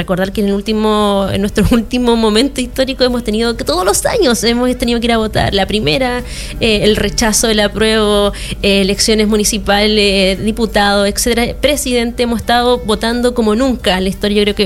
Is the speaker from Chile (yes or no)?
yes; Chile; algo bastante curioso que para nosotros como chilenos nos llamaría mucho la atención